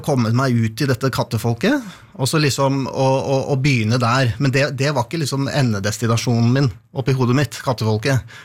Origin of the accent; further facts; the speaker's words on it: Asker, Akershus, Norway; Jeg er fra Asker.